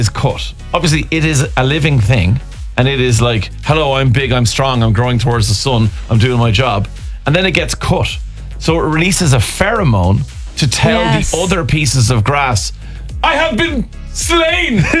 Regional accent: Dublin, Leinster, Ireland; As a Jackeen living in Dublin, yeah. I spent my summers down in Limerick, in rural Limerick.

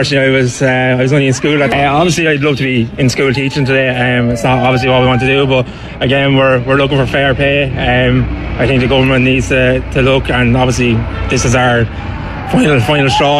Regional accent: Wexford, Leinster, Ireland; moved away as an adult; now in Dublin, Ireland; I'm from Wexford originally, and I've been living in Dublin since I left school at 18

